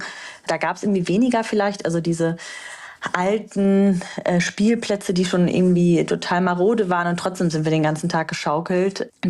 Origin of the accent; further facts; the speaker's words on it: Carpathians, Romania; moved away; also wir kommen sozusagen aus den Karpaten.